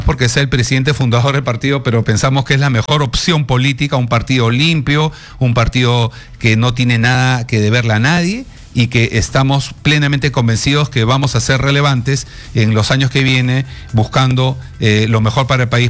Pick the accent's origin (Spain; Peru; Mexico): Peru; siendo un peruano desconocido